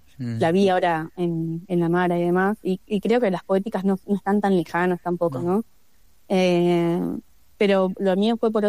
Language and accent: Spanish; Carmen de Patagones, Buenos Aires Province, Argentina; also born or lived in Viedma; now in Bahía Blanca, Argentina; nací en Viedma, pero por esa cuestión de que Patagones y Viedma son ciudades hermanas y el médico de mi mamá la mandó a parir a Viedma, pero toda mi vida pasó en Patagones